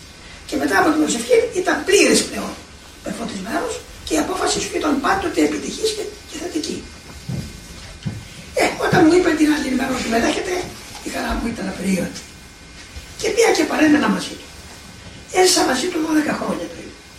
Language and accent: Greek; Cyprus; moved away as an adult; now in Mount Athos, Greece; από την πατρίδα μου, πολύ μικρή ηλικία, όταν ήμουν 15 έτων